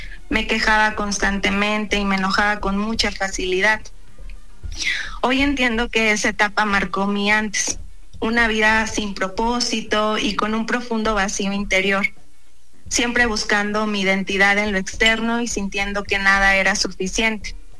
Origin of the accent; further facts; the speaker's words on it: Puebla, Mexico; soy de Puebla, México